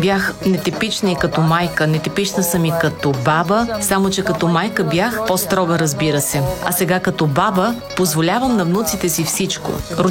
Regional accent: Žitorađa, Southern and Eastern Serbia, Serbia; И когато се върна в моето родно място, Житораджа, където съм родена, макар че повече от 30 години не живея там

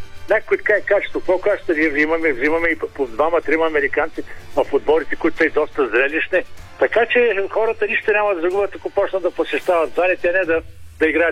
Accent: Burgas, Burgas Province, Bulgaria; moved away; аз съм бургазлия и цяло лято съм си в Бургас.

